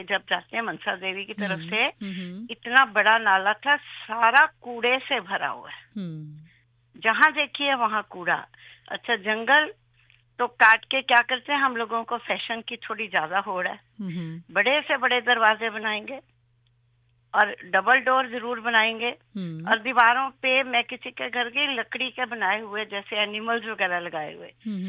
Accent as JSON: {"language": "Hindi", "region": "Chandigarh", "country": "India", "said": "मैं चंडीगढ़ की रहने वाली हूँ, हमारे घरों में कभी कोई बेड़े धोता ही नहीं था, झाड़ू दिया साफ हो गए।"}